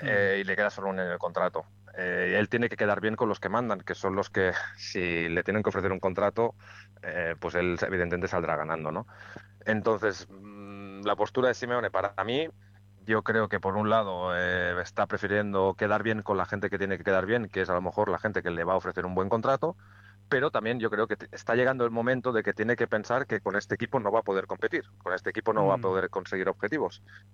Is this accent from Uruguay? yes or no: no; Barcelona, Catalonia, Spain; Yo soy de Barcelona, amante de Messi.